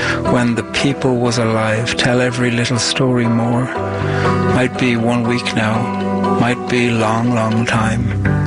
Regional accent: Ireland; I'm from Ireland and I'm a poet.

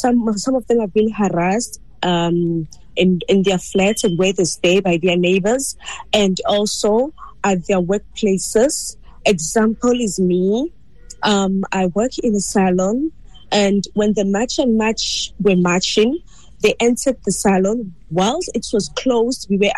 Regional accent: South Africa; See, I grew up here in South Africa. My grandmother was a teacher here in South Africa, and I stayed with her. So I grew up here in South Africa. I didn't grow up in Ghana

